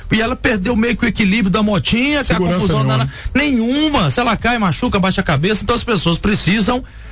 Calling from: Coronel Fabriciano, Minas Gerais, Brazil; eu estou falando de Coronel Fabriciano, que é uma cidade de 100 a 110 mil habitantes.

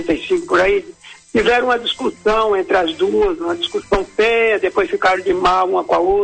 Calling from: Tangará da Serra, Mato Grosso, Brazil; Eu falo de Tangará da Serra, Mato Grosso, padre.

